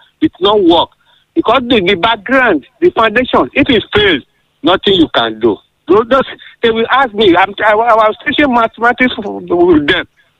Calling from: Owo, Ondo, Nigeria; from Owo.

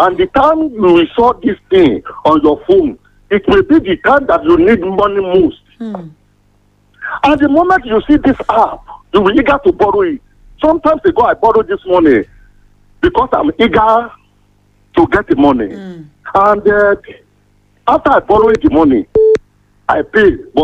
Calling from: Kogi, Nigeria; I'm calling from Kogi.

